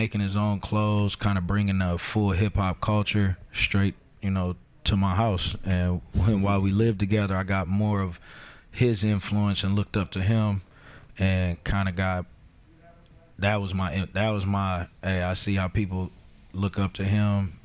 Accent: Minneapolis, Minnesota, United States; moved away as an adult; now in Milwaukee, United States; I'm from South Minneapolis, born and raised.

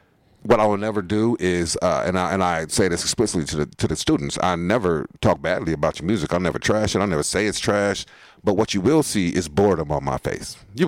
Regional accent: Milwaukee, Wisconsin, United States; I'm from Milwaukee, so when it's a lot, we say tall.

